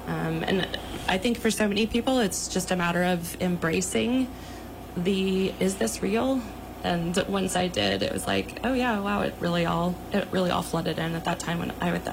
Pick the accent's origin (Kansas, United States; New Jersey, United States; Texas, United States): Texas, United States; now in Portland, Oregon, United States; I grew up in Texas in a super Christian household, but we did go to charismatic churches where there was like the gift of prophecy and speaking in tongues.